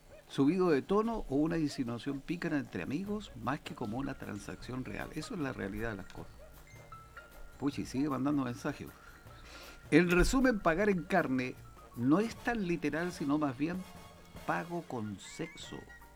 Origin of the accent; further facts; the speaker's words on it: Chile; En el doble sentido coloquial y pícaro que nos caracteriza como chilenos...